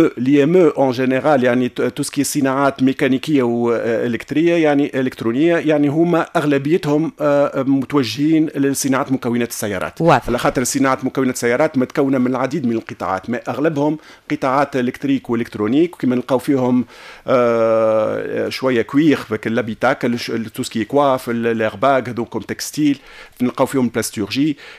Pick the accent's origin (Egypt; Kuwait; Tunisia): Tunisia; احنا من تونس